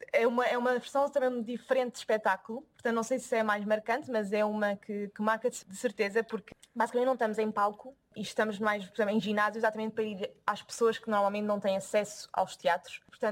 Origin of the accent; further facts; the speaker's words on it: Portugal; quando fui para a Alemanha, que foi a primeira vez também que saí de Portugal e que vi qualquer coisa diferente neste mundo da cultura